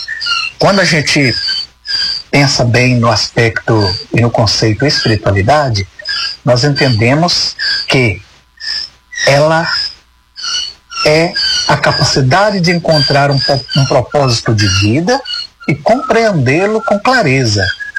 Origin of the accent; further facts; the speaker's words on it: Materlândia, Minas Gerais, Brazil; Sou da região aqui, sou da cidade de Materlândia, acredito que muitos conhecem